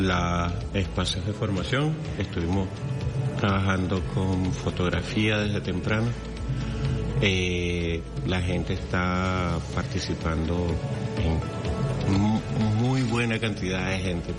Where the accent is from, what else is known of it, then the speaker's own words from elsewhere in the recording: Caracas, Capital District, Venezuela; yo soy de La Vega.